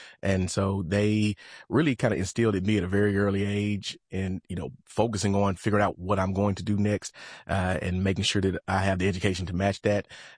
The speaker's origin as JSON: {"language": "English", "town": "Memphis", "region": "Tennessee", "country": "United States", "tie": "born or raised there", "moved": "as an adult", "lives_now": "Chattanooga, United States", "said": "Born and raised Memphis, Tennessee."}